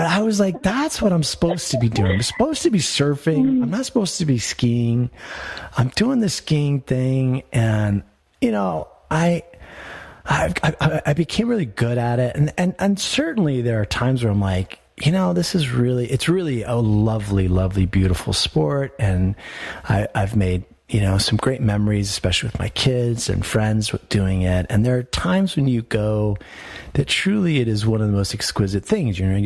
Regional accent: Colorado, United States; I grew up here in Colorado. My mother was a child of immigrant parents.

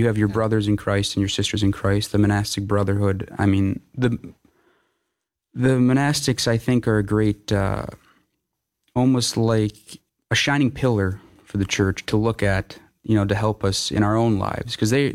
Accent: Cleveland, Ohio, United States; moved away; I'm from Ohio, Cleveland.

